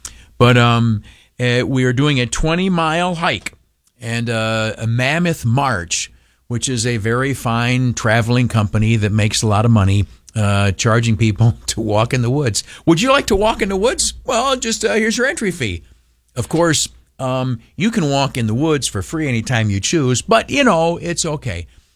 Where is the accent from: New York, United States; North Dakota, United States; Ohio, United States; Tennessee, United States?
New York, United States; Canisteo; I grew up in a town of Canastillo, in the Southern Tier, a home of the world-famous Canastillo Living Sign.